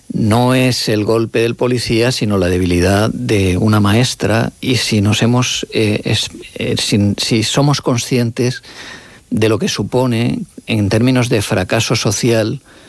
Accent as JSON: {"language": "Spanish", "town": "Alicante", "region": "Valencian Community", "country": "Spain", "said": "Y soy alicantino, o sea, valenciano."}